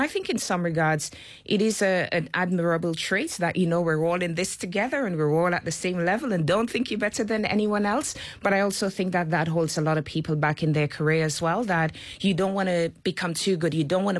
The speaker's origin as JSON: {"language": "English", "country": "Trinidad & Tobago", "moved": "as an adult", "lives_now": "Australia", "said": "And to be precise, I'm from Trinidad and Tobago"}